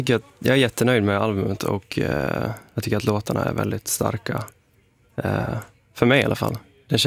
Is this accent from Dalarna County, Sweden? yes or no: yes; Borlänge, Dalarna County, Sweden; Alltså det är mycket från min uppväxt i Borlänge.